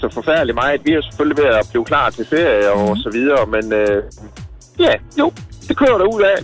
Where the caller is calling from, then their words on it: Tørring, Central Denmark Region, Denmark; Jeg ringer ud fra Tørring.